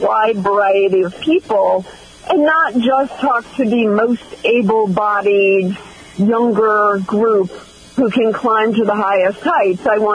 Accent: Massachusetts, United States; I grew up in Massachusetts, and as many of your listeners can appreciate, number 6 out of 7 children in the family.

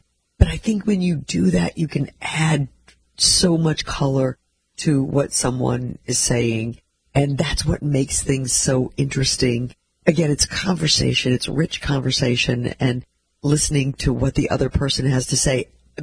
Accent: Missouri, United States

